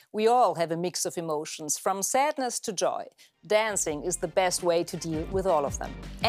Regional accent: Uruguay; moved away; my home country, Uruguay.

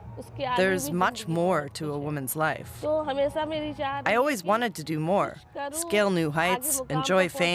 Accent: Uttar Pradesh, India; I'm from Etah district in Uttar Pradesh.

